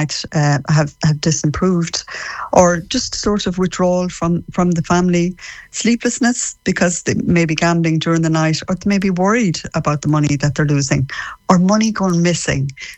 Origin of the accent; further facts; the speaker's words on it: Connacht, Ireland; because I'm a Mayo woman myself.